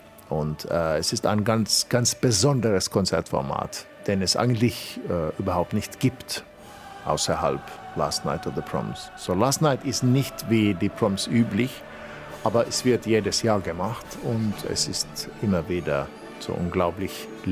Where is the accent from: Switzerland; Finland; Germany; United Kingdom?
Finland; German is a second language; Und für mich als Finne, vielleicht das Schwierigste ist, dass man muss es auch ein bisschen humoristisch machen